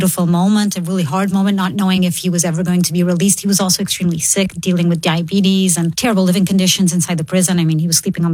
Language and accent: English; Portugal; I'm from Portugal.